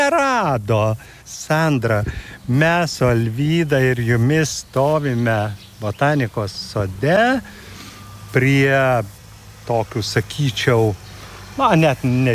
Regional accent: Suvalkija, Lithuania; aš esu tik tai stambių ūkininkų palikuonis, tolimas palikuonis. Negaliu atsakyti. Mano krašte suvalkiai grikių neaugino.

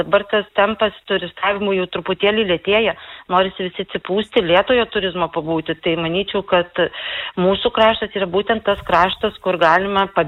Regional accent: Lazdijai, Alytus County, Lithuania; mes lazdijiečiai kalbam, kad galima panerti Lietuvoj, o jau išnerti Lenkijoj.

